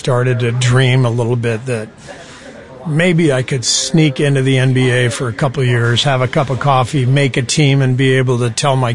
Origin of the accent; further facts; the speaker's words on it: Cairo, Cairo Governorate, Egypt; also born or lived in Beirut; born in Beirut, but I only spent the first year, a year and a half or 2 years of my life there. So Beirut, no, but Cairo